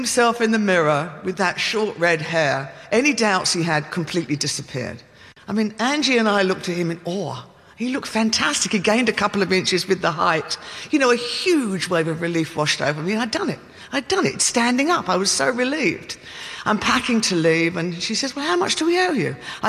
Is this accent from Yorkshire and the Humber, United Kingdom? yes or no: no; Beckenham, London, United Kingdom; I'd never seen guys kissing before. I was from Beckenham.